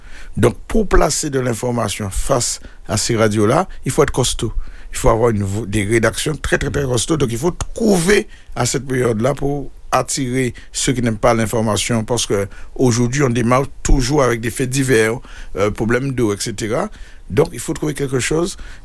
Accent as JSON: {"language": "French", "country": "Guadeloupe", "said": "chez nous en Guadeloupe"}